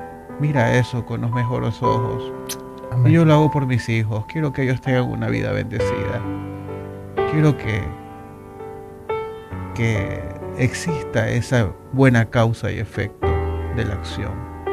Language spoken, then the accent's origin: Spanish; Puerto Rico; de la Cámara de Representantes de Puerto Rico. O sea, eso es algo que ha gustado mucho en mi país.